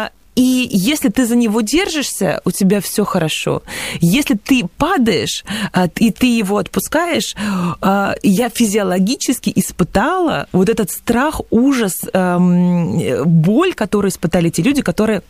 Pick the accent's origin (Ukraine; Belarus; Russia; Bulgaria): Russia; born there; Если я родилась в России, я русский человек, я принадлежу к православной церкви, меня крестили в детстве.